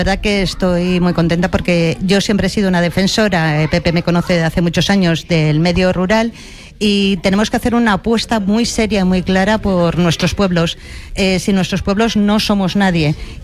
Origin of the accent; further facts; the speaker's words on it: Gomecello, Castile and León, Spain; yo estoy muy orgullosa de mi pueblo y de mis vecinos, que ellos son los que hacen que Gomecello sea un gran pueblo.